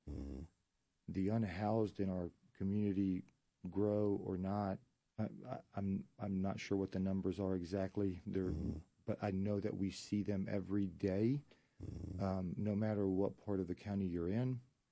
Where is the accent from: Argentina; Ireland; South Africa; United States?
Argentina; moved away as an adult; I grew up in Argentina. Spent my first 21 years of life pretty much were there.